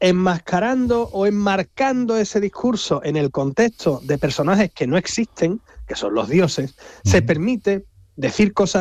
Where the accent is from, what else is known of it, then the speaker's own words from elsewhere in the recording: Andalusia, Spain; Ya, yo que soy gaditano.